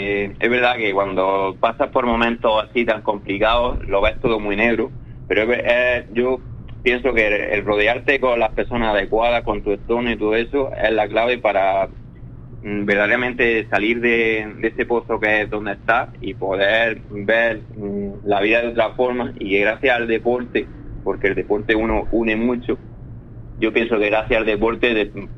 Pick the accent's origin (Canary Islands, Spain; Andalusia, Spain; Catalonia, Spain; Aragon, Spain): Andalusia, Spain; Almería